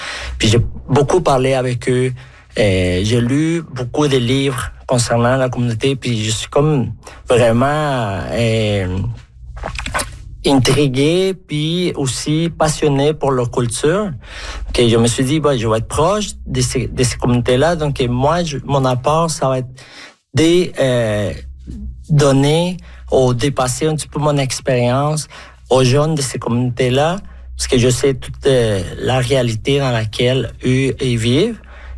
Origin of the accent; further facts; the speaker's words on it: Venezuela; moved away as an adult; now in Quebec City, Canada; Moi, je suis originaire du Venezuela, puis j'habite au Québec depuis 19 ans, dans la ville de Québec.